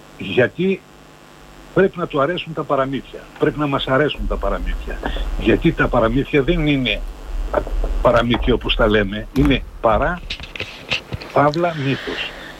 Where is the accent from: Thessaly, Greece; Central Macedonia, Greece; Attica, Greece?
Thessaly, Greece; Tyrnavos; κατάγομαι από τον Τύρναβο.